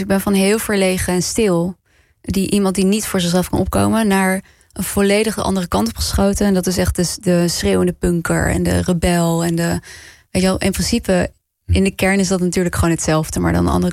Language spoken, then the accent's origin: Dutch; Wijchen, Gelderland, Netherlands; Maar ik groeide op in Wijchen.